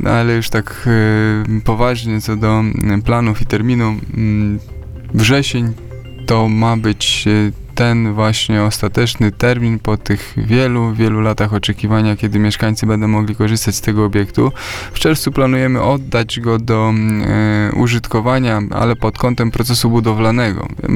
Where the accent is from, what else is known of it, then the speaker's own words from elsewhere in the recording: Otwock, Masovian Voivodeship, Poland; kiedy będzie basen w Otwocku, to pytanie, które w zasadzie słyszałem od zawsze, kiedy się urodziłem i mieszkałem w tym mieście.